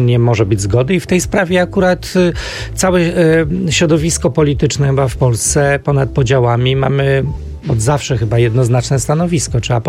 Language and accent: Polish; Ustrzyki Dolne, Subcarpathian Voivodeship, Poland; Ja sam zresztą chodziłem do szkoły w Ustrzykach Dolnych, w Bieszczadach się wychowałem. Miałem w klasie Ukraińców.